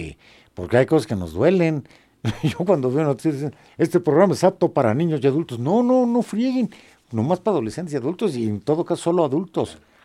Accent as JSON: {"language": "Spanish", "country": "Mexico", "said": "Éramos mexicanos."}